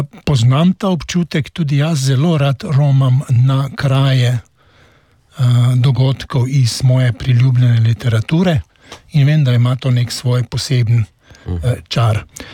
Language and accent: Slovenian; Maribor, Podravska, Slovenia; born there; je edino moje rojstne mesto in je moje prvo mesto, moje mesto, kjer sem se prvič zaljubil, kjer sem se prvič stepil